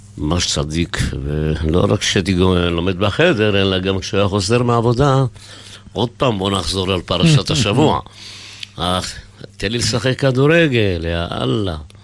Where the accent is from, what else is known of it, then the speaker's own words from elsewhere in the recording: Ramat HaSharon, Tel Aviv District, Israel; אני נולדתי במורשה ברמת השרון.